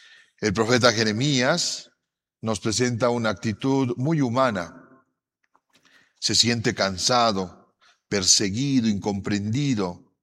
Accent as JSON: {"language": "Spanish", "country": "Bolivia", "said": "Estamos viviendo como bolivianos momentos difíciles."}